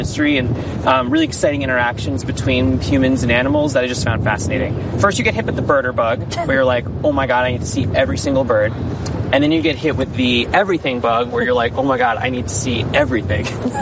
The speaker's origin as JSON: {"language": "English", "region": "New York", "country": "United States", "tie": "born or raised there", "said": "I'm not from New York City proper. I'm from, like, a town that touches New York City"}